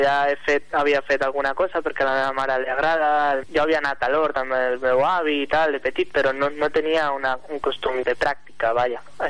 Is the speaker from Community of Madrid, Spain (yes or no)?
yes; Madrid, Community of Madrid, Spain; moved away; Jo soc de fora, soc de Madrid